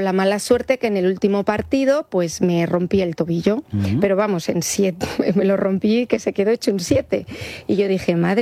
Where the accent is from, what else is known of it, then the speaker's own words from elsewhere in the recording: Madrid, Community of Madrid, Spain; born there; Y por eso nací en Madrid, ¿no? Y mis padres vivían en Alicante.